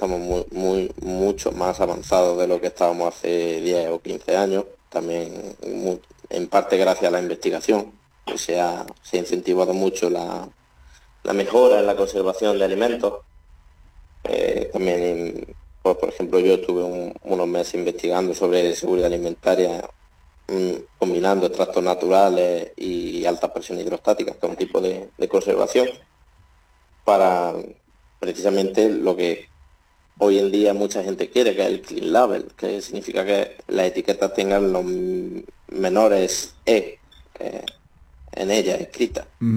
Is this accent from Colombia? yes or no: no; Valdepeñas de Jaén, Andalusia, Spain; Me formé aquí en la Universidad de Jaén, en mi tierra. Soy de Valdepeña de Jaén, de aquí, un pueblo de aquí al lado.